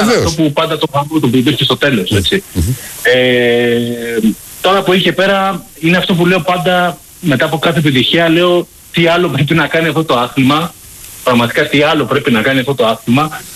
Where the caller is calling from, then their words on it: Palaio Faliro, Attica, Greece; από το Παλαιό Φάλιρο